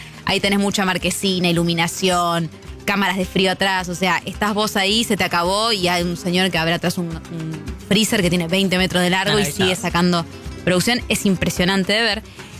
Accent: Argentina; yo llegaba ahí y decía, bueno, yo soy de Argentina, yo también produzco un montón de frutas y verduras

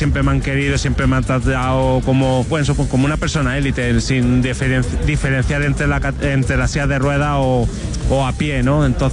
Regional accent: Spain; Como español que no se siente valorado

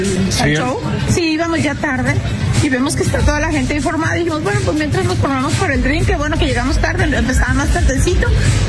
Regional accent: Chihuahua, Mexico

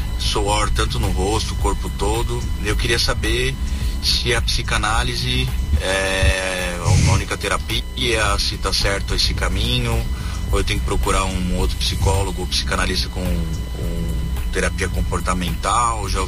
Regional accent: São Paulo, Brazil; Sou aqui de São Paulo.

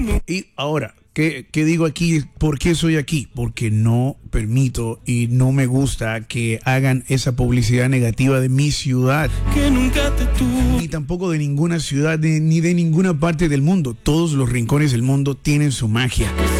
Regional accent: Cartagena, Bolívar, Colombia; Soy cartagenero, muy orgulloso de ser cartagenero. Ciudad más bonita de Colombia

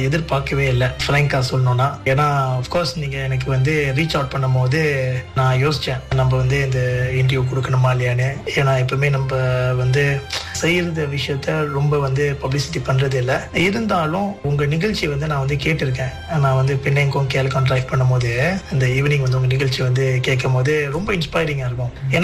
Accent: Seberang Jaya, Penang, Malaysia; பிறந்தது வளர்ந்தது எல்லாமே சப்ராங் ஜயா பிராய் பினாங் என்ற இடத்துல தான்.

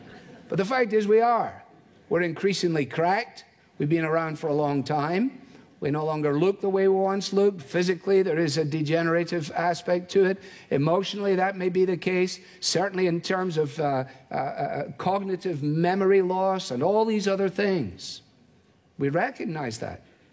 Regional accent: Scotland, United Kingdom; As a Scotsman, it appeals

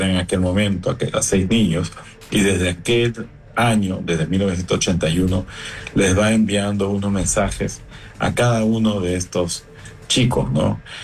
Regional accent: Peru; now in Panama; Estamos acá en Panamá. Yo soy peruano. Radico en Panamá hace 30 años.

